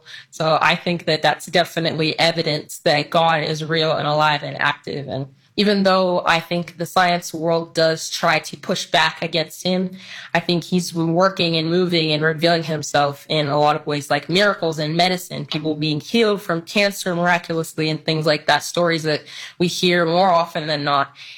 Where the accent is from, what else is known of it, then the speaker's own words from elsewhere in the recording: United States; born there; Like you said, I am a Ghanaian American, I guess, first generation. My parents are both immigrants. I was born here and I love my country.